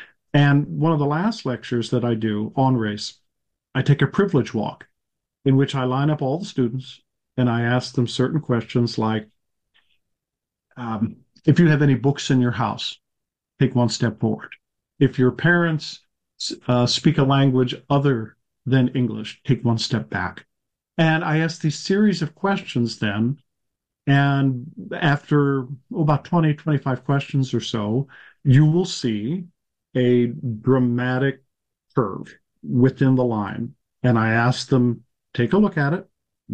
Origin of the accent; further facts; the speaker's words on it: Monterey Park, California, United States; also born or lived in Los Angeles; growing up in Monterey Park